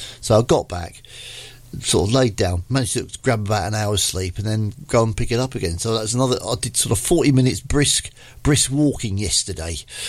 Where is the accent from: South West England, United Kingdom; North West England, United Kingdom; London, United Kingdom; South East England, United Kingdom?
South East England, United Kingdom; Eastleigh; They're from my hometown of Eastleigh.